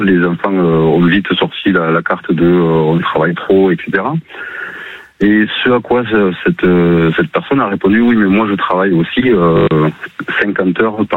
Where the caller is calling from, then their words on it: Muret, Occitanie, France; j'habite à Muret.